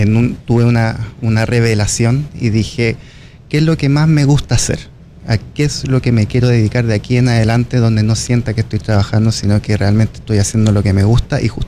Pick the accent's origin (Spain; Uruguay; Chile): Chile; Santiago, Santiago Metropolitan Region; Estuve en varias comunas, digamos. Pero sí, o sea, Santiago es una ciudad grande.